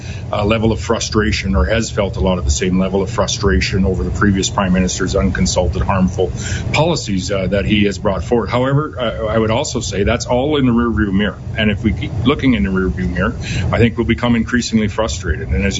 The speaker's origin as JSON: {"language": "English", "country": "Canada", "said": "I'm not Albertan, but I am a Canadian, and I am a leader of a province that's adjacent"}